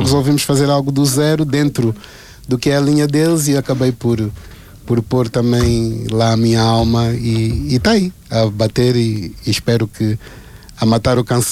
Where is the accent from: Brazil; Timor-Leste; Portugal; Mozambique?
Portugal; Lisbon; Então, crescendo aqui em Portugal, indo sempre a Angola e estando sempre nesses dois continentes, eu aqui encontrei muitas Áfricas também, né? E África também dentro de Portugal, e principalmente desta Lisboa, que é tão misturada e tão mestiça, e da qual também faço parte.